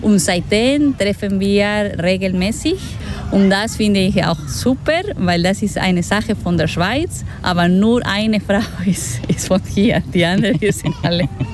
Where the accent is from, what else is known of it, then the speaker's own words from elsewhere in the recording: Spain; German is a second language; Also zum Beispiel bei uns in Spanien, wir haben eine große Familie. Und das ist typisch an Weihnachten, wir treffen alle zum Essen, Abendessen.